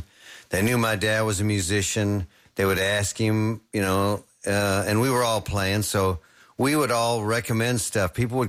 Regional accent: Fort Worth, Texas, United States; My dad started a record store in Fort Worth, Texas in 1957, and that's where I grew up

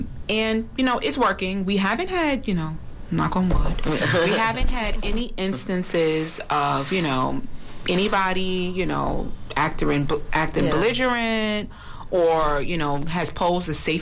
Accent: New York City, New York, United States; I'm from Brooklyn.

